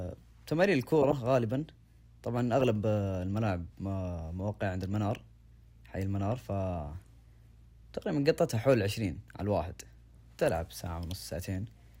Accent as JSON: {"language": "Arabic", "town": "Dammam", "region": "Eastern Province", "country": "Saudi Arabia", "said": "مثلا عندنا في الدمام يمكن ما توفق بنثبت البحر"}